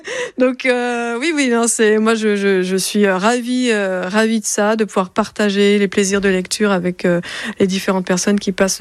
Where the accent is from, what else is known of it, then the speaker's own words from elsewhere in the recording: Paris, Île-de-France, France; now in Le Croisic, France; Moi, j'habite au Croisic depuis 5 ans maintenant à l'année. Mais à la base, non, j'étais de Paris.